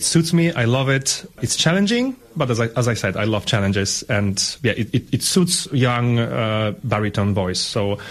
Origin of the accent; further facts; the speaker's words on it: Poland; I'm a baritone from Poland.